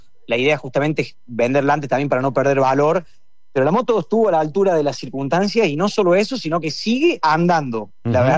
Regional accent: La Calera, Córdoba, Argentina; Yo soy de La Calera. Pegadito a Córdoba Capital, a unos 20 kilómetros.

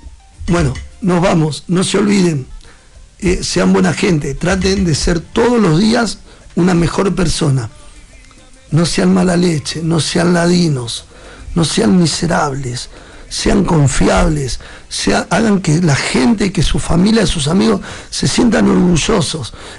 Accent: Argentina

